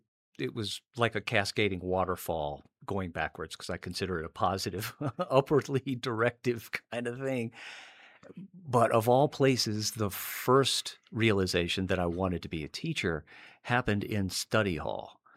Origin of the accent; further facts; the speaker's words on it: North Carolina, United States; born there; I was born in North Carolina and have ended up moving, living all over the place.